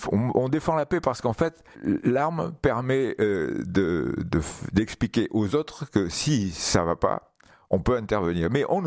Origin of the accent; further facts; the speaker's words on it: Algiers, Algiers Province, Algeria; also born or lived in Blida; now in Avignon, France; je suis né à Blida, mais en fait, j'ai toujours vécu à Alger, de la capitale, puisque finalement, j'ai toujours vécu là. Blida, je n'ai fait que traverser Blida quand je me déplaçais dans ce coin-là. Et toute ma famille est originaire de Boufarik. Boufarik, qui est aussi le village comme Blida.